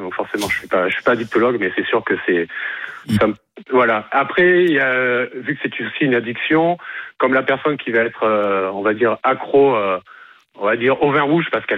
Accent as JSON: {"language": "French", "country": "France", "tie": "born or raised there", "moved": "as an adult", "said": "j'ai grandi en France, j'étais à l'école en France, j'ai grandi en France, j'ai quitté la France il y a 5 ans, j'ai une mutation professionnelle."}